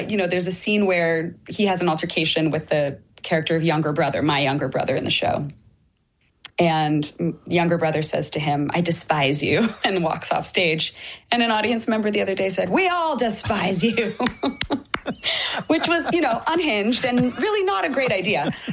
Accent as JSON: {"language": "English", "country": "Canada", "said": "And we were like, we need to do some stuff in Canada and come back and sing for our Canadian folks."}